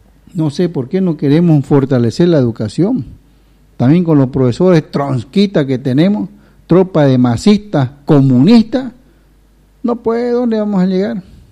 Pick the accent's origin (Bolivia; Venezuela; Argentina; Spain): Bolivia; Beni